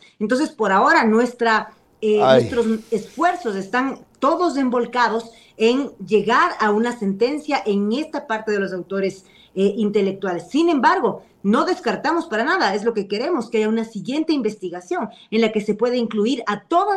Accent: Ecuador; Entonces nosotros como Estado ecuatoriano tenemos que defendernos también.

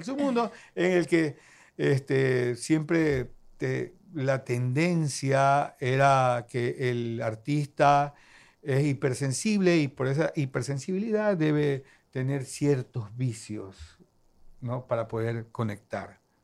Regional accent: Guayaquil, Guayas, Ecuador; Un barrio popular, era Abel Castillo y Venezuela.

